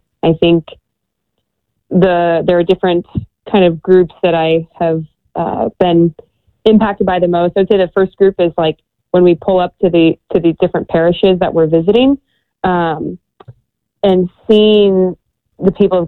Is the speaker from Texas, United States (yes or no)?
no; Indianapolis, Indiana, United States; the National Eucharistic Congress was happening near my hometown in Indianapolis.